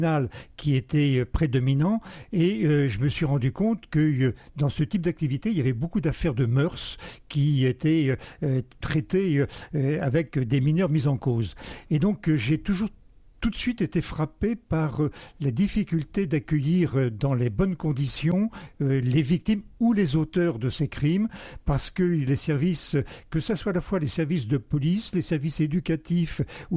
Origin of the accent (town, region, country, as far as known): Paris, Île-de-France, France; born or raised there